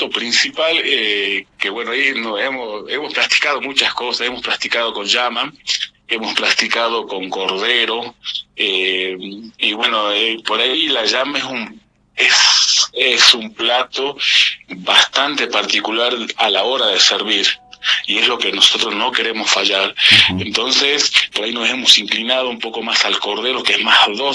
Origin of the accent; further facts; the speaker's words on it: Abra Pampa, Jujuy, Argentina; somos netamente tres jujeños de la región de La Puna. Tenemos a Pumahuasi, tenemos allá a lo que es Pozuelo, y bueno, yo como netamente abrapampeño